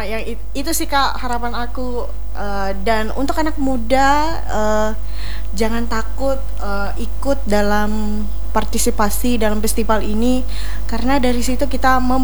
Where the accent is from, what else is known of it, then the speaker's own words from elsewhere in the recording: Central Kalimantan, Indonesia; Jadi aku tuh, ini dari Barito Utara.